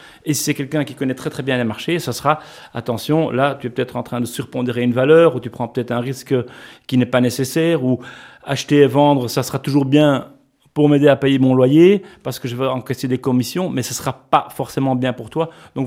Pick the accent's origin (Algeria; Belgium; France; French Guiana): Belgium; Antwerp, Flanders; now in Luxembourg; Je n'avais donc plus de lien où je me sentais plus obligé de rester à Anvers, puisque je suis originaire d'Anvers, pour reprendre la société familiale.